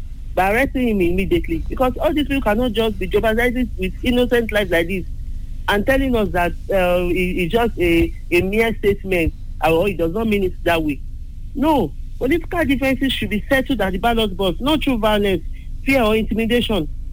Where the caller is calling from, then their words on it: Alakia, Nigeria; I was calling from Alakia.